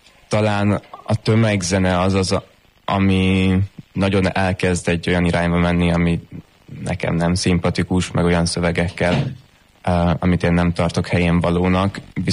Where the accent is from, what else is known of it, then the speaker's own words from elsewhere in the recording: Gödöllő, Pest, Hungary; szerintem nagyon nagy hatása volt ránk annak, hogy mi Gödöllőn nőttünk fel, itt egy eléggé jó zeneiskola működik